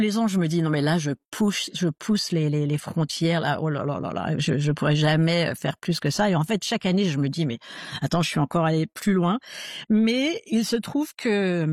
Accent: Normandy, France; moved away as an adult; now in Adelaide, Australia; Moi je suis de Normandie

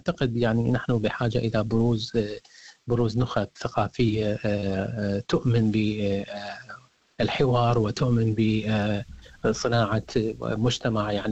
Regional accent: Iraq; now in Australia; أنا مثلا كشخص عراقي يريد أن نزور العراق

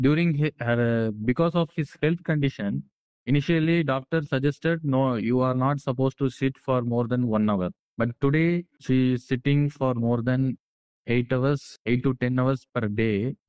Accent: South India, India; we are from South India.

